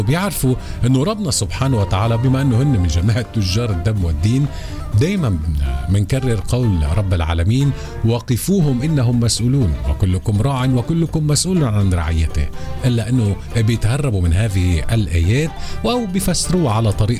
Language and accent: Arabic; Lebanon; أنا كمواطن لبناني